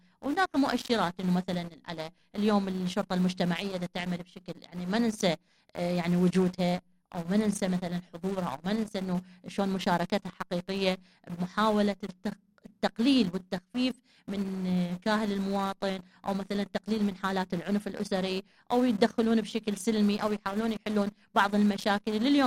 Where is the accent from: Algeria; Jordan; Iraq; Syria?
Iraq; مثلا أنا مواطنة عراقية